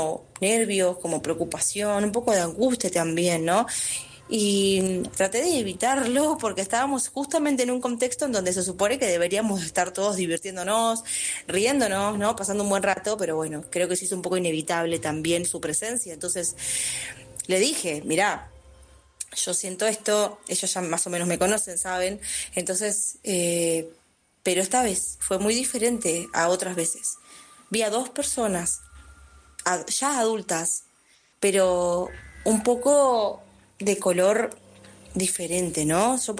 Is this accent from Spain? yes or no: no; Lomas de Zamora, Buenos Aires Province, Argentina; Soy de Zona Sur, Lomas de Zamora.